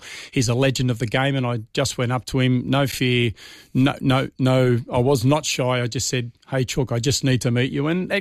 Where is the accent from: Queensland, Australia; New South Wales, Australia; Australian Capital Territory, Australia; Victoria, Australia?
New South Wales, Australia; Leichhardt; Because I grew up in Leichhardt. I was a 5-minute walk to the Eighth Wonder, the Holy Grail, as I call it.